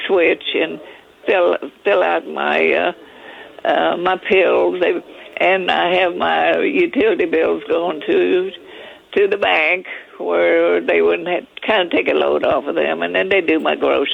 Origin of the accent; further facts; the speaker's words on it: Schulenburg, Texas, United States; also born or lived in Freiburg, Texas; From Schulenburg. I was born out in Freiburg, Texas. That's out in the country.